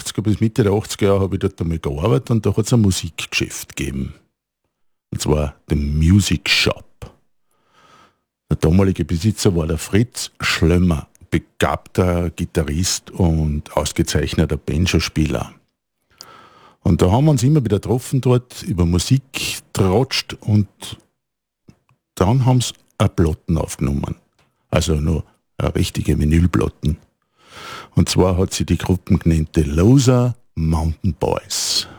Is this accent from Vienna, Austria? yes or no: no; Styria, Austria; So, nun verlassen wir meine Heimat, das Ennstal, und gingen ein Stück weiter ins Ausseerland.